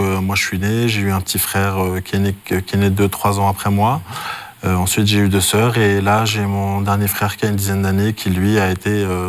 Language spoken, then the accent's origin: French; France; Moi, j'ai grandi en France.